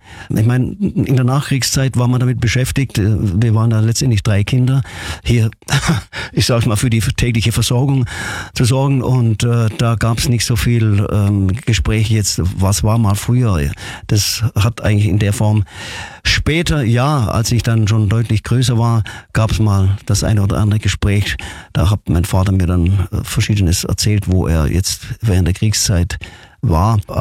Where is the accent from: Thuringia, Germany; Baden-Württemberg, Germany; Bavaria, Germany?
Baden-Württemberg, Germany; Ulm; Also meine Sturm- und Drangzeit, meine ganze wichtigen Jahre habe ich eigentlich auf dem Eselsberg verbracht.